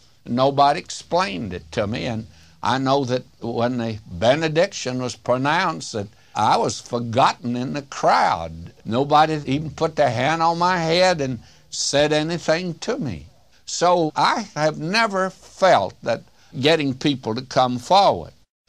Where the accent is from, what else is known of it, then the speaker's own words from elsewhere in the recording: Springer, Oklahoma, United States; I was raised in the South. I can remember as a little boy that they went forward when I was 10 years old under a brush arbor in Springer, Oklahoma, back of an unpainted Methodist church.